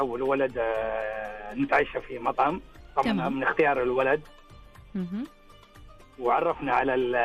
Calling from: Jeddah, Makkah Province, Saudi Arabia

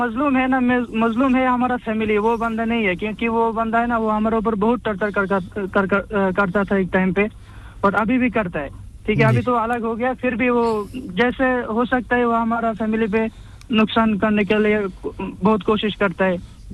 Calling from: Bangladesh; मैं बांग्लादेश से हूँ।

